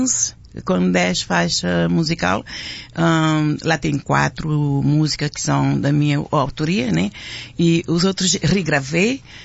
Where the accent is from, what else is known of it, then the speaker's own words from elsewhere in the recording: Praia, Santiago, Cape Verde; moved away as an adult; also born or lived in Fogo Island, Cape Verde; now in East Providence area, United States; Eu sou natural da Ilha do Fogo, Nossa Senhora da Conceição. Cresci na praia, Ilha de Santiago, Cabo Verde. E agora vivo aqui há 11 anos.